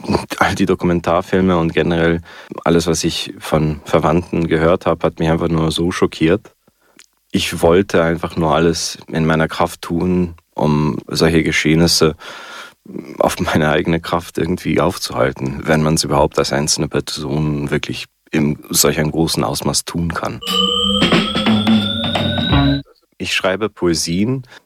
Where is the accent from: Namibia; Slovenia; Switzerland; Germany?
Slovenia; now in Klagenfurt, Austria; Ich bin aus Slowenien. Meine Familie ist direkt an der Grenze zu Kroatien